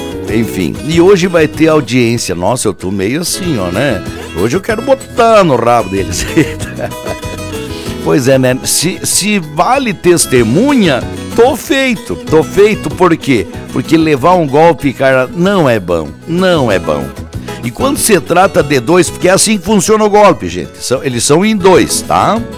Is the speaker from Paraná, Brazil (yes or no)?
yes; Francisco Beltrão, Paraná, Brazil; born there; Daí me perguntam sempre, onde é que tu nasceu? Eu digo, nasci no interior. Da onde? É Francisco Beltrão. Mas lá é cidade. Não, é interior, gente.